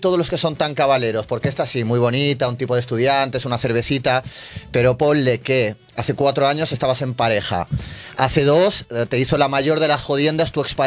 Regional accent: Spain; Soy español, España

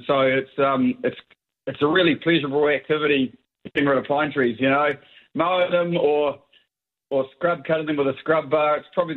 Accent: Gisborne, New Zealand; I grew up in Gisborne, but I've been away sort of actually a bit like you, Jamie.

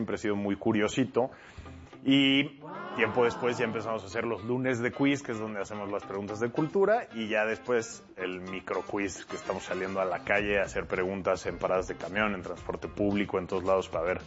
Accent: Mexico City, Mexico; Pues los Diablos. Soy de la Ciudad de México.

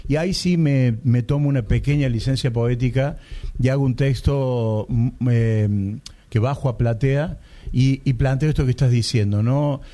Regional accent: Argentina; todos somos argentinos.

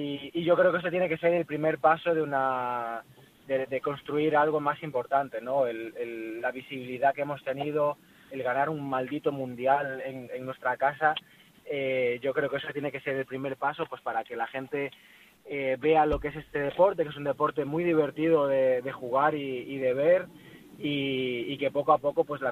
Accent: Galicia, Spain; somos 5 gallegos

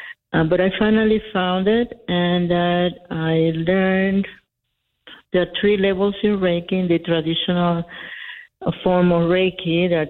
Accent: Dominican Republic; also born or lived in New York City; now in Albuquerque, United States; I'm from the Dominican Republic, and I came to the States via New York City, because my family was living there at the time I came. And then later, my husband and I moved to New Mexico, and that's over 30 years ago.

